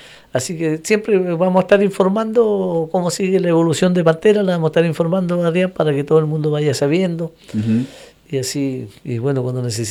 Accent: Chile

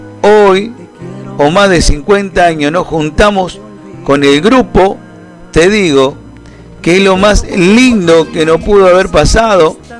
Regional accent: Cañada de Gómez, Santa Fe, Argentina; Hola Carita … de Cañada de Gómez. Jubilado.

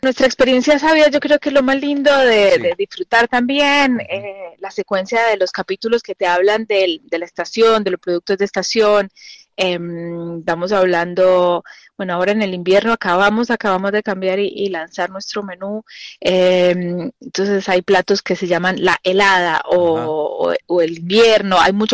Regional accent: Mendoza, Argentina; esa identidad como mendocinos y como Argentina

